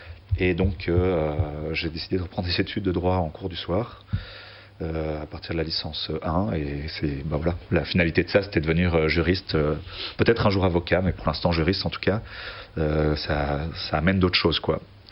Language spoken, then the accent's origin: French; Belgium; now in France; parce que je suis pas français, je viens de Belgique.